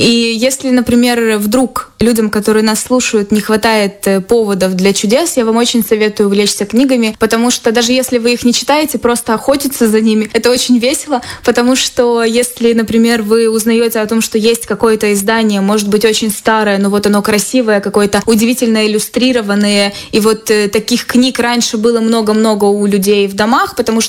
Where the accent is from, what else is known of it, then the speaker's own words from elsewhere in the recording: Chisinau, Moldova; у нас в Кишиневе